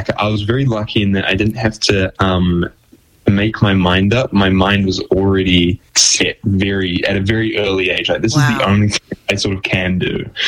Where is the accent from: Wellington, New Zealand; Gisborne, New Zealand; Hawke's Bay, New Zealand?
Gisborne, New Zealand; I was known as the drawing kid, which like isn't, you know, as a child in Gisborne isn't like the most the coolest title to have.